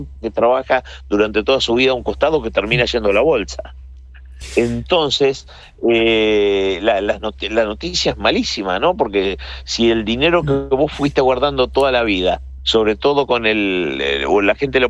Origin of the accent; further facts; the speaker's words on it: Argentina; now in United States; nosotros como argentinos